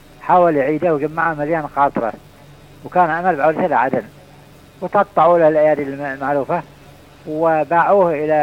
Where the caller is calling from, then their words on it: Aden, Yemen; عندنا في عدن المنتديات الثقافية